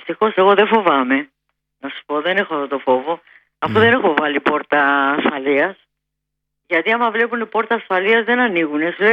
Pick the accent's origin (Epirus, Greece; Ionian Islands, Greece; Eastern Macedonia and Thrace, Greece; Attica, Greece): Attica, Greece; Pangrati; born there; Γεννήθηκα στο Παγκράτη